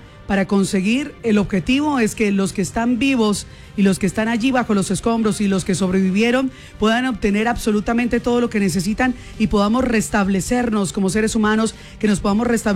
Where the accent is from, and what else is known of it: Colombia